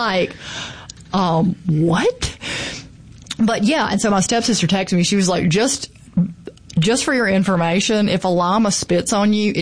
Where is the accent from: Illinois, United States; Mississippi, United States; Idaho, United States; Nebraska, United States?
Mississippi, United States; the Delta; growing up in the Delta